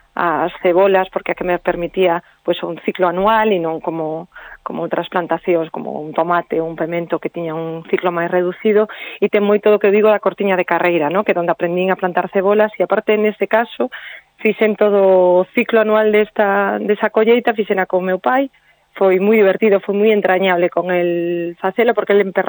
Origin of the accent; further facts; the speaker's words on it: Meirás, Galicia, Spain; now in Santiago de Compostela, Spain; os meus dirían, os fillos dirían, que va, mamá, ti sigues sendo de Meirás e serálo toda a vida, pero bueno, unha parte de min sí que xa é de Santiago, sí.